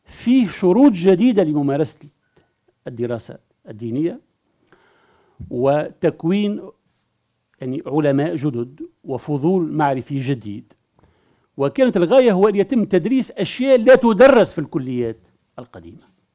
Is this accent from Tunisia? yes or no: yes; Tunisia; لأنه جرت العادة عندنا في تونس أن نتصور